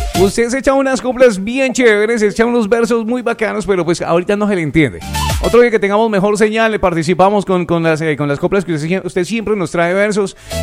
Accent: Colombia; como todo buen colombiano, me ilusioné.

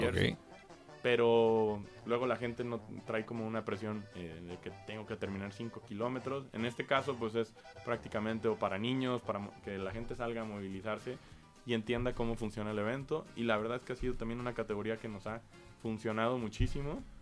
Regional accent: Mexico

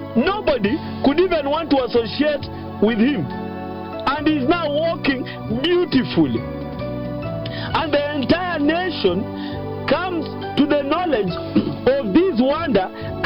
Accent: Kenya; I, for me, as a Kenyan, I am really ashamed and I really repent

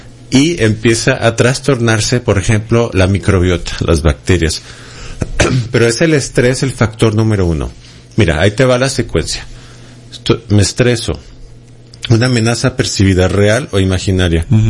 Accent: Mexico

